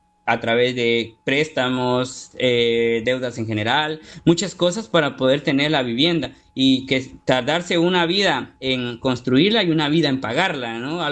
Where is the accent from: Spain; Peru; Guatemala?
Guatemala